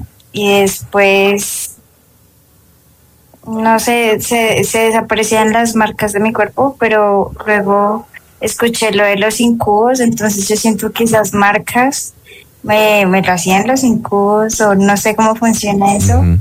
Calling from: Belén, Boyacá, Colombia; yo vivo en Belén Y entonces vivía como en una casa muy grande, cerca de una ventana. Y tenía aproximadamente 14, 15 años.

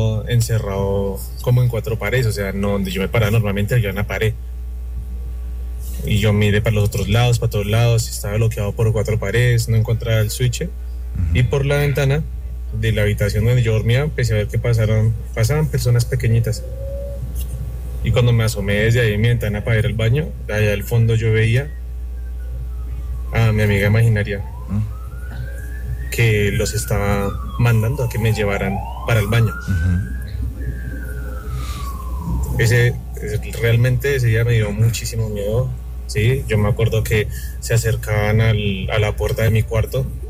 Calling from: Bogotá, Colombia; Desde acá, Bogotá.

